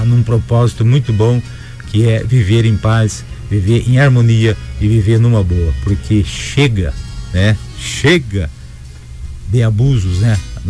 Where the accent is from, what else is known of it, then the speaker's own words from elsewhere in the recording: Brazil; a gente é brasileiro